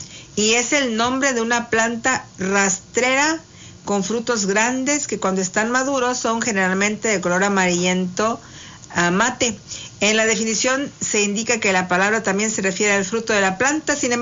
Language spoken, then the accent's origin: Spanish; Mexico; sí somos mexicanos de veras, de veritas, somos mexicanos, en serio, y señor, bueno, de acá del norte